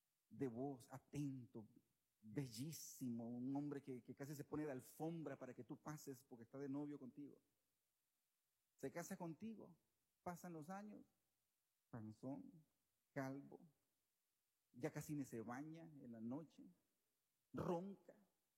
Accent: Costa Rica; yo me crié, bueno, en mi país, en Costa Rica

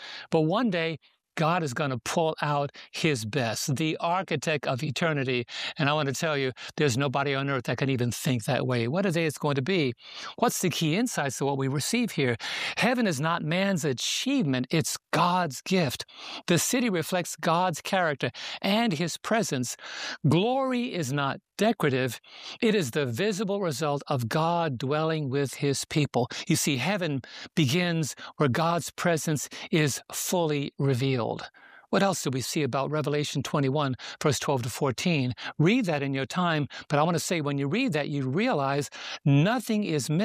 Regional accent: New York City, New York, United States; And I've seen some cities. I'm from New York City.

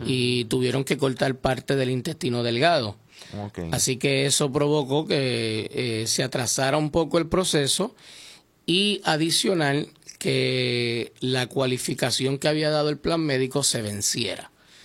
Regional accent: Aguadilla, Puerto Rico; Imagínate un muchacho ahí de la vía como yo, de aquí de Aguadilla.

